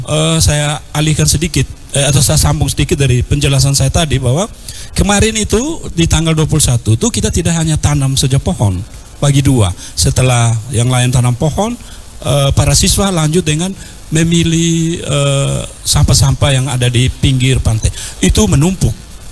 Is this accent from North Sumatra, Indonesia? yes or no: no; Ende, East Nusa Tenggara, Indonesia; Ini kebanggaan kita orang Ende.